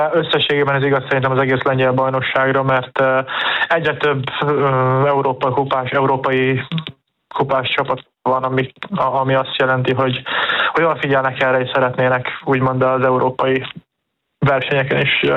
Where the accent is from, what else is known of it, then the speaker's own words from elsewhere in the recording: Hungary; magyarok vagyunk